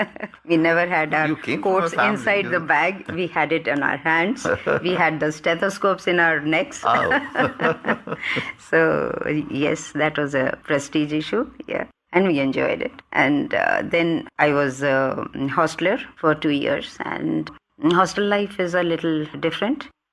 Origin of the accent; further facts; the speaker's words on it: Delhi, India; I was born in Delhi and I'm a pure Delhiite. I was born here, I was educated here, I did my MBBS here, I did my post-graduation here, and then I did my job here and I got retirement from Delhi.